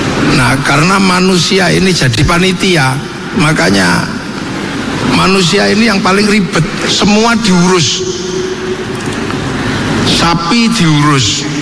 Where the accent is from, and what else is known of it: Yogyakarta, Special Region of Yogyakarta, Indonesia